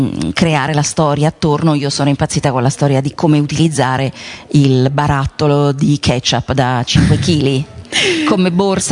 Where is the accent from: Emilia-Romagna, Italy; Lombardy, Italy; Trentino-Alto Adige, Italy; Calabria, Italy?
Lombardy, Italy; Brianza; io sono brianzola